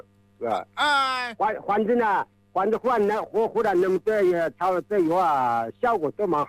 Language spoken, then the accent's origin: Chinese; Xiantao, Hubei, China; 我是仙桃的杨伟镇